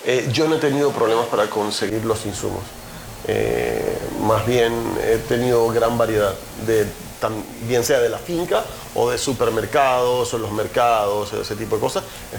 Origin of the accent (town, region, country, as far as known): Venezuela